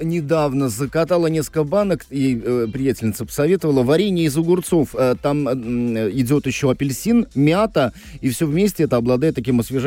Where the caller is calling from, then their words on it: Novosibirsk Oblast, Russia; Я из Новосибирской области. Замариновали 90 банок опят.